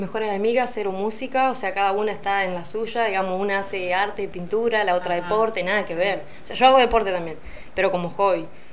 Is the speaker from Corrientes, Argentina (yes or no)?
no; Piedras Blancas, Entre Ríos, Argentina; mi pueblo, de Piedras Blancas